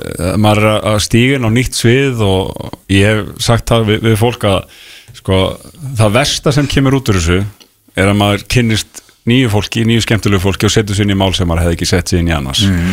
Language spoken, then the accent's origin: Icelandic; Álftanes, Capital Region, Iceland; ólst upp á Altanesi og við hefum búið þarna